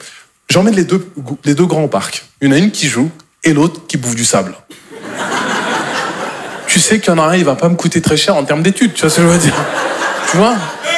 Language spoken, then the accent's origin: French; Normandy, France; Moi, je suis normand de base